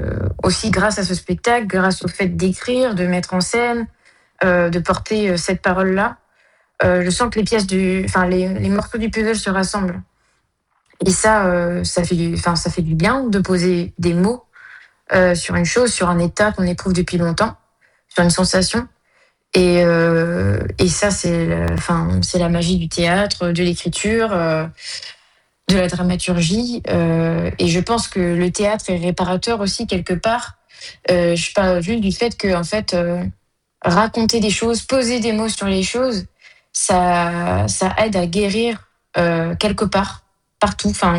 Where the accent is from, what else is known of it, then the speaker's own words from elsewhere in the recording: France; je suis française, mais j'ai quelque chose en plus, puisque pour moi, c'est une richesse.